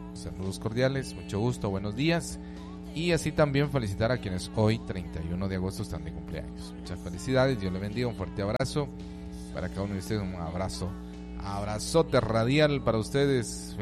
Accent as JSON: {"language": "Spanish", "country": "Guatemala", "said": "como guatemaltecos, ¿verdad? De esta bella nación de Guatemala"}